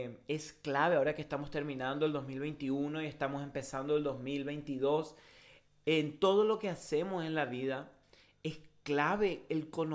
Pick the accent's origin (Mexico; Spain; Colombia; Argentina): Argentina; born there; Nací en Argentina y tengo 23 años.